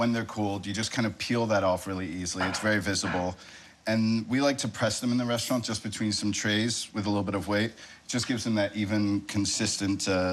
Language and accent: English; England, United Kingdom; And, I'm originally English, even though I don't sound like it.